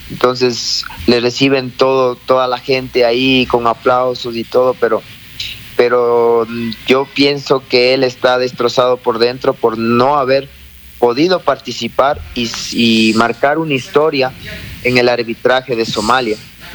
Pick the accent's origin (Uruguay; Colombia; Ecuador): Ecuador; nosotros como ecuatorianos